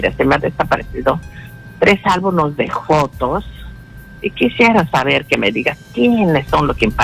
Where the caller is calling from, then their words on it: Lima, Peru; De acá, de Caraballo.